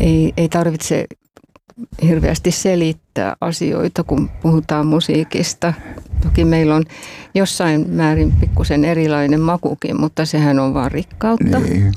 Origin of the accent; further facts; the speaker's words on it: Joensuu, North Karelia, Finland; also born or lived in Eno; Mä itse synnyin Enossa. Isäni toimi luotsina siellä Ahvenisella. Joo. Ja mä olin vajaa 6-vuotias, kun muutettiin sitten Joensuuhun.